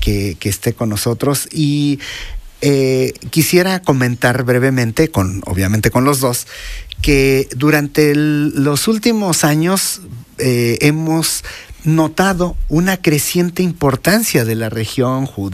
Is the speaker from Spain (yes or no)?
no; Mexico; parece como si fuera algo muy lejano a nosotros como mexicanos